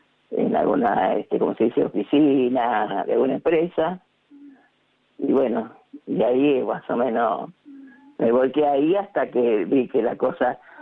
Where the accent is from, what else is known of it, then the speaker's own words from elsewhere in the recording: Buenos Aires, Argentina; moved away as an adult; also born or lived in Haedo; now in Ituzaingó, Argentina; me crié a 7 cuadras de 11. Yo vivía en la calle Mitre, Bartolomé Mitre.